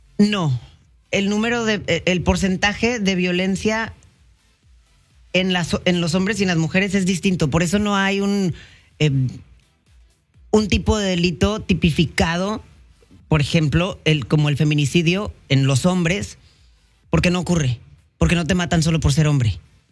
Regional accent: Mexico; como lo somos los mexicanos

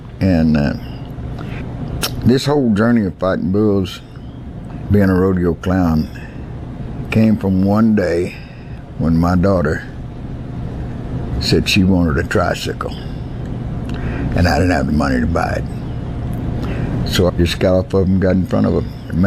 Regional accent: Blanco, Texas, United States; born there; I was born in Blanco, Texas in 1954 in the courthouse because in Blanco, Texas, the courthouse was in front and the hospital was in back.

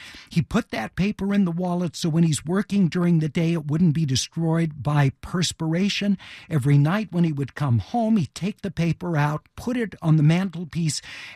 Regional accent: United States; I do love being American

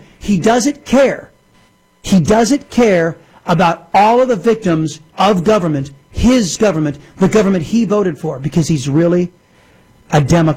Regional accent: United States; I'm an American.

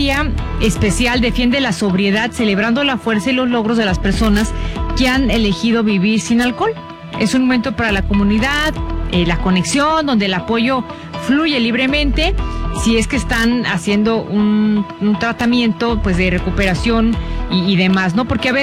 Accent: Mexico; now in United States; nosotros somos mexicanos

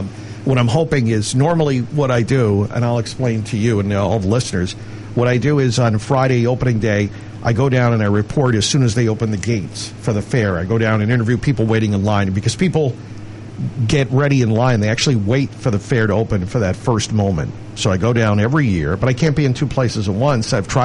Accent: Halifax, Nova Scotia, Canada; I'm from Halifax.

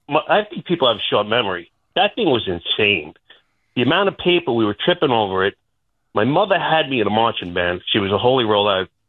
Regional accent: Island Park, New York, United States; born or raised there

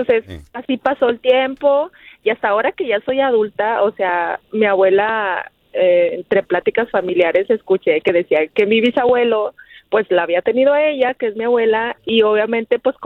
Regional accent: Zacatecas, Mexico; pues, ahora sí que fuera del matrimonio, sí, la mandaron a la frontera porque nosotros somos de Zacatecas. O sea, la abuela, la esposa, se quedó en Zacatecas

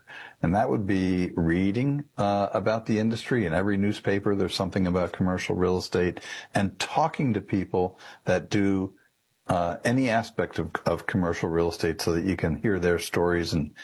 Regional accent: Allentown, Pennsylvania, United States; also born or lived in Philadelphia area; I was born in the Philadelphia area, but I grew up most of my childhood in Allentown.

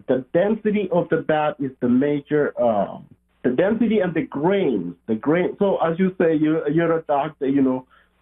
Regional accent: Rift Valley, Kenya; I'm originally from Kenya.

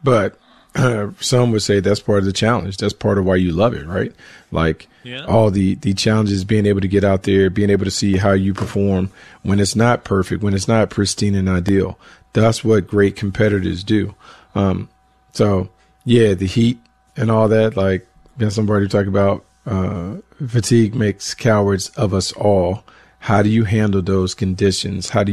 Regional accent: the South, United States; I grew up in the South where this was kind of the norm. It was hot. It was humid. It was muggy.

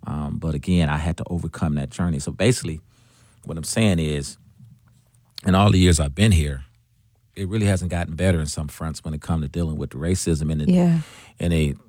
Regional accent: Milwaukee, Wisconsin, United States; And what growing up in Milwaukee has taught me is we have a long way to go

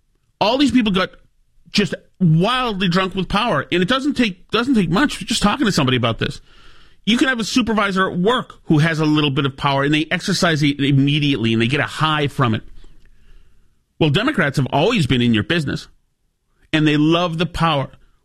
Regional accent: Winchester, Massachusetts, United States; So now, I grew up in Winchester. We used to have the Sachems.

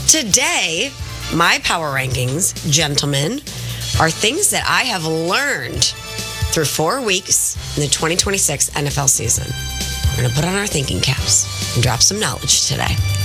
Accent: Chicago, Illinois, United States; I'm from the Loop, and I'm proud. Always from the Loop, and always proud.

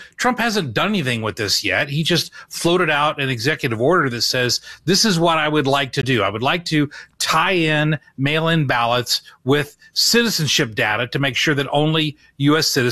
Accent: Illinois, United States; Well, I'm from Illinois.

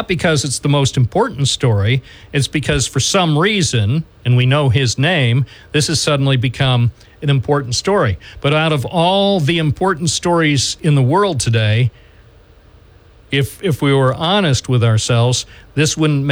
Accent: United States; as an American who pays lots of taxes

